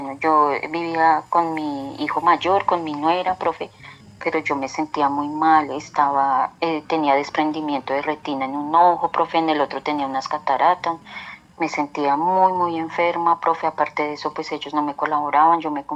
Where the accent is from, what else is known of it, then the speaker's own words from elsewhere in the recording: Tierralta, Córdoba, Colombia; Nosotros somos de Tierra Alta, Córdoba. Y nos vinimos de allá, como se dice, para poder trabajar, para poder salir adelante.